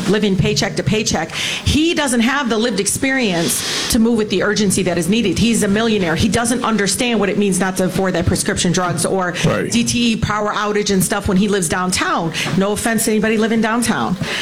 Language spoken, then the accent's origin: English; Detroit, Michigan, United States; we both were born and raised in Detroit.